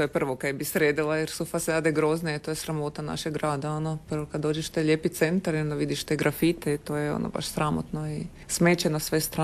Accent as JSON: {"language": "Croatian", "region": "Podravina", "country": "Croatia", "lives_now": "Zagreb, Croatia", "said": "Da, pogotovo gore, ja znam, ja sam iz Podravine, tam se uvijek nekak to istovećivalo sa Gruntovčanima"}